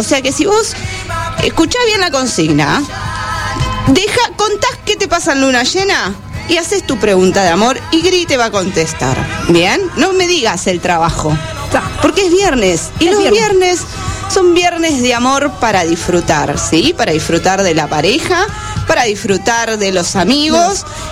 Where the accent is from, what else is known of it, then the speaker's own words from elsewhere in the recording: Mar del Plata, Buenos Aires Province, Argentina; Yo calculé que soy de Mar del Plata, así que no tengo ni idea de dónde me estás diciendo que quedan